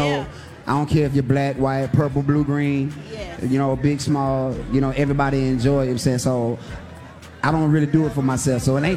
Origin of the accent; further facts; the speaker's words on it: South Carolina, United States; 803 is the area code where I'm from. We're from the Midlands right there in South Carolina, so.